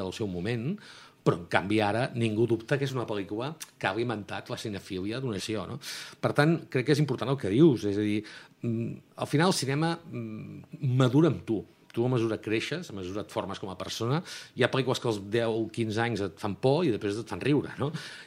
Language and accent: Catalan; Girona, Catalonia, Spain; born or raised there